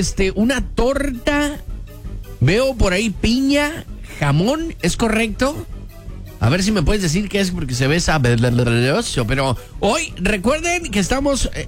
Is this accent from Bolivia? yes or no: no; Mexico; Y quien más produce aguacate somos los mexicanos.